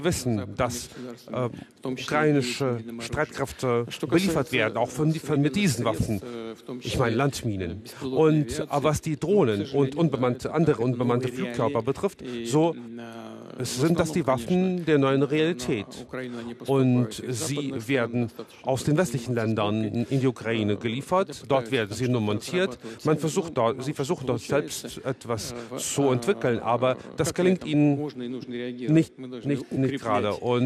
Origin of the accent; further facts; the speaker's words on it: Lebanon; moved away as an adult; now in Russia; ich bin aus vom Süden gekommen. Vor zweieinhalb Jahren bin ich aus Libanon gekommen und ich freue mich sehr, dass ich jetzt in Russland leben und arbeiten kann.